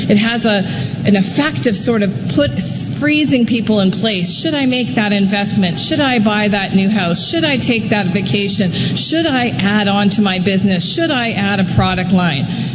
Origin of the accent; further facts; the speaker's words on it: Ontario, Canada; In fact, I'm from Northern Ontario, and I can tell you that we've seen this in softwood lumber and in pulp and paper over many, many years.